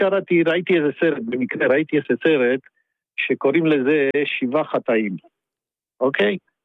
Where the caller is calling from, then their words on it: Rosh HaAyin, Central District, Israel; איך אומרים אצלנו בראש העין